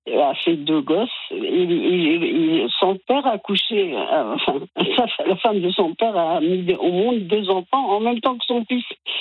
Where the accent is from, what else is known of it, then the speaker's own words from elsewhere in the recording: Italy; je reprenne mon nom de jeune fille, parce que je suis italienne … que je reprenne mon nom de jeune fille.